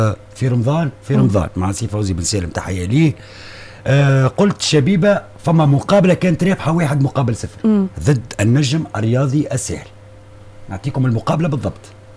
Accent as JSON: {"language": "Arabic", "country": "Tunisia"}